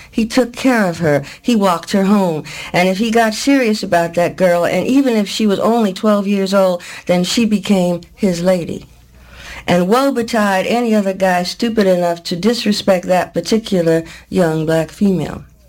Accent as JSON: {"language": "English", "town": "Brooklyn", "region": "New York", "country": "United States", "tie": "born or raised there", "said": "but I'm black, and I come from Brooklyn, and I grew up fighting, and I grew up and I got out of Brooklyn"}